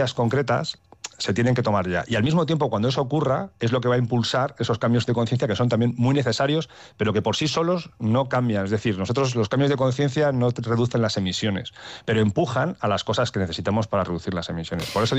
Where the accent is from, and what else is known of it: Castile and León, Spain